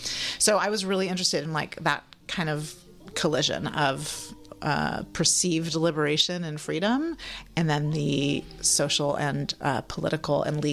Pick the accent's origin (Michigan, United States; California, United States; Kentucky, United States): California, United States; I grew up really romanticizing San Francisco in the 60s. You know, I grew up in the Bay Area.